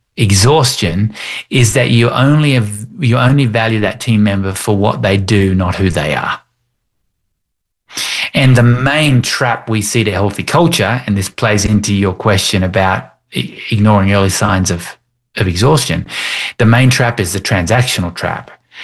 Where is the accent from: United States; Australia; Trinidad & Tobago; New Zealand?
Australia; accent: Australian; I'm Australian because of my accent